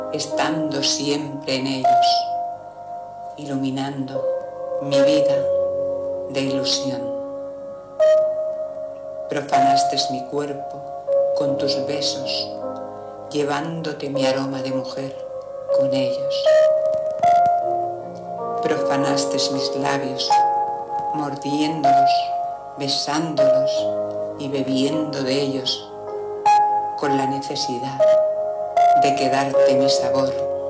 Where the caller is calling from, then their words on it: Spain